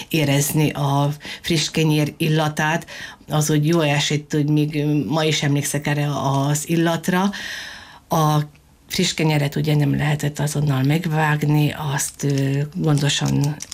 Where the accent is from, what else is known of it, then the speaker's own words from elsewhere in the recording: Dobrovnik, Prekmurje, Slovenia; Dobronakon születtem, ott is töltöttem a gyermekévemet.